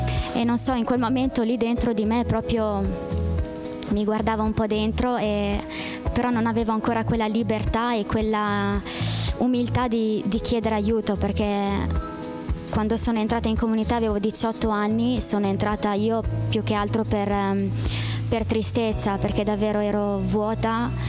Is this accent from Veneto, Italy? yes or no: yes; Verona, Veneto, Italy; Ciao a tutti … sono italiana, vengo da Verona.